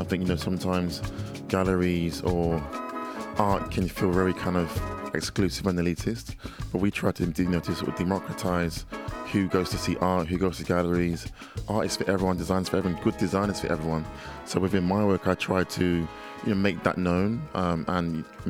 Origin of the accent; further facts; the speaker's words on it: London, United Kingdom; I grew up in North London in a big council estate